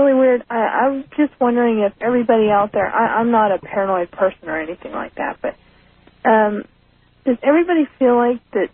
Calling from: Oroville, California, United States; I'm from Oroville, California.

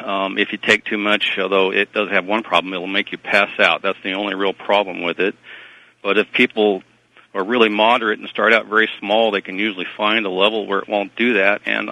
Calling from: Kenai, Alaska, United States; in Kenai, Alaska.

